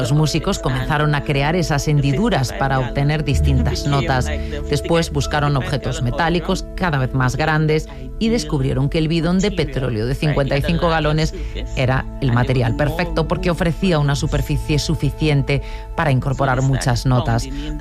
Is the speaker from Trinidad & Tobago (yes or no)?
yes; Tobago, Trinidad & Tobago; now in New York, United States; soy de Trinidad y Tobago, concretamente de la isla de Tobago.